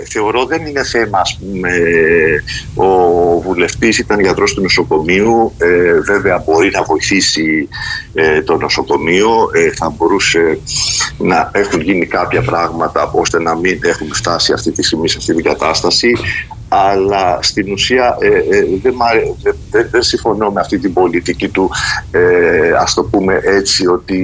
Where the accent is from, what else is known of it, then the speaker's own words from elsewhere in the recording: Greece; Γιατί και εγώ Ακητινός είμαι εδώ πέρα, μεγάλωσα, εδώ είναι η ζωή μου, το αγαπάω το νησί μου.